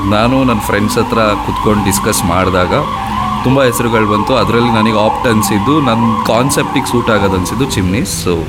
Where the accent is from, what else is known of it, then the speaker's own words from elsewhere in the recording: Shivamogga, Karnataka, India; also born or lived in Bangalore; ನಂದು ಊರು ಬಂದ್ಬಿಟ್ಟು ಶಿವಮೊಗ್ಗನೇ. ನಂದು ಪಿ ಯು ತನಕ ಇಲ್ಲೇ ಶಿವಮೊಗ್ಗದಲ್ಲೇ ಆಗಿದ್ದು. ಆದಮೇಲೆ ಹೈಯರ್ ಎಜುಕೇಷನ್ ನಾನು ಬ್ಯಾಂಗ್ಳೂರ್ಗೆ ಹೋದೆ. I work there for couple of years. ಅದಾದಮೇಲೆ ಬಿಸ್ನೆಸ್ ಸ್ಟಾರ್ಟ್ ಮಾಡ್ತೇನೆ ಮ್ಯಾಮ್ ಇಲ್ಲಿ ನಾನು.